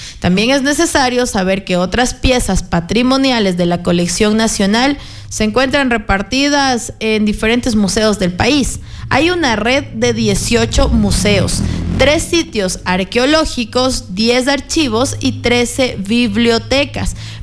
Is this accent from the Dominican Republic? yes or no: no; Ecuador; nuestro país